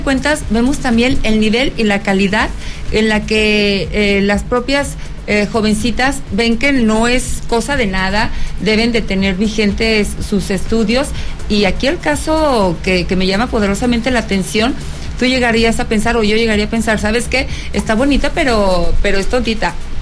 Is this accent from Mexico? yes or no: yes; Fresnillo, Zacatecas, Mexico; yo soy originaria de Fresnillo, Zacatecas